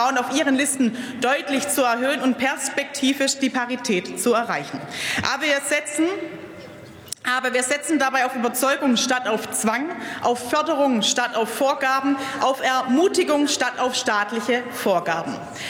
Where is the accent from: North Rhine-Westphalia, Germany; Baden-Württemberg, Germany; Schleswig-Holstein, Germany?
Baden-Württemberg, Germany; Weil ich komme aus Baden-Württemberg.